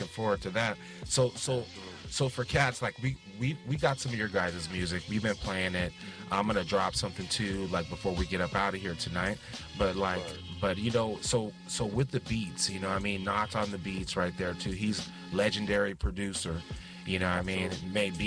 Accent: California, United States; I'm from California.

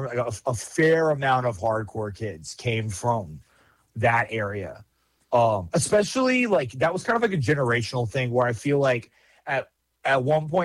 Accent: Richmond, Virginia, United States; And like, I'm from the West End, and that's where like Eric from … he's from like West End.

